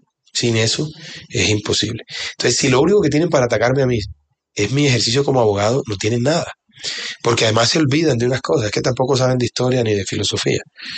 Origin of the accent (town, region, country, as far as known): Barranquilla, Atlántico, Colombia; also born or lived in Bogotá